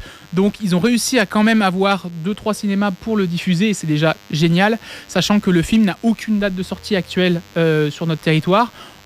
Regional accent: France; chez nous en France

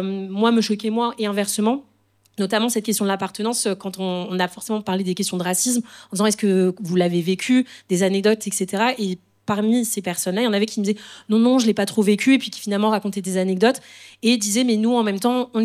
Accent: France; born there; en tant que justement génération née en France

